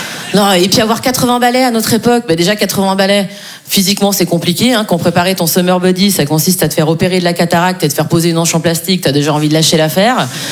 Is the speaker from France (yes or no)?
no; Switzerland; parce que je suis suisse.